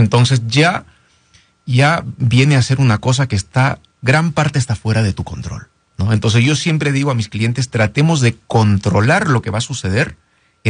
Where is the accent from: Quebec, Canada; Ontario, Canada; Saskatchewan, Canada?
Saskatchewan, Canada; Saskatoon; Yo soy de Saskatoon, Saskatchewan.